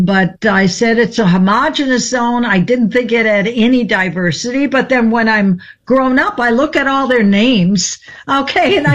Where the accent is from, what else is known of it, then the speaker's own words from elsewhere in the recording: Lakewood, United States; Lakewood, at the time, I called it a homogenous zone